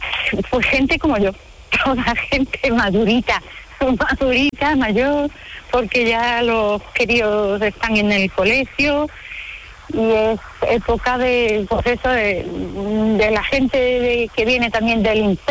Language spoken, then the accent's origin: Spanish; San Fernando, Andalusia, Spain; Pero voy a San Fernando, que es mi pueblo, y estoy haciendo historia del arte, el segundo curso.